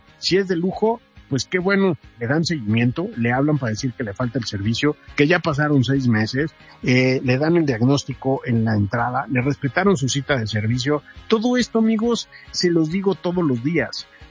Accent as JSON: {"language": "Spanish", "country": "Mexico", "said": "Recuerden que también nosotros como mexicanos somos anfitriones de todo lo que está pasando en el mundo del balompié."}